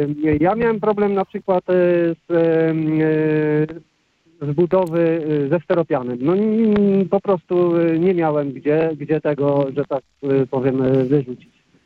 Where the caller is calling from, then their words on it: Sieradz, Łódź Voivodeship, Poland; ja nie jestem z Łodzi, jestem akurat z Sieradza